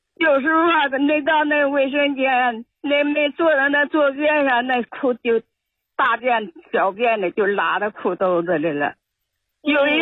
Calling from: Qiqihar, Heilongjiang, China; 我是齐齐哈尔大民屯的，

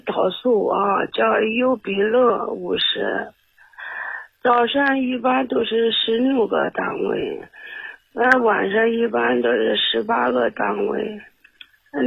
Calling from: Hubei, China; 我家是湖北这边的。

